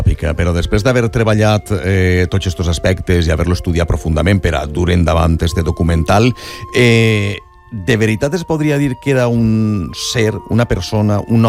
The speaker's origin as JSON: {"language": "Catalan", "town": "Alcoy", "region": "Valencian Community", "country": "Spain", "said": "Perdona, jo com a alcoià soc fan"}